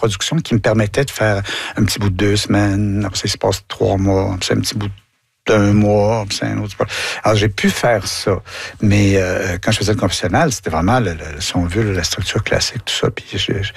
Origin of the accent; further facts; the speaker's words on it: Quebec, Canada; et montrer, en tant que Québécois, ce que les mots veulent dire